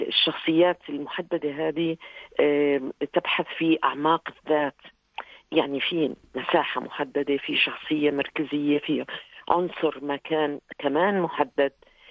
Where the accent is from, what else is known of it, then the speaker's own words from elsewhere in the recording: Al-Husn, Irbid Governorate, Jordan; وهي في الواقع بلدتي